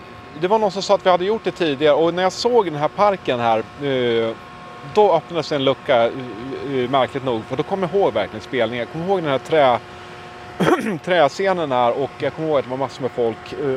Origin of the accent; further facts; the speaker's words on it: Dalarna County, Sweden; jag är uppvuxen i Dalarna, men mina släktingar är ju, mina gener är ju utmejslade i Västergötland och Östergötland.